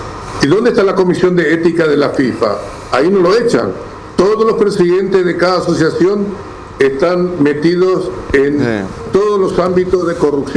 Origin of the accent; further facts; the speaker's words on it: Paraguay; me siento orgulloso como paraguayo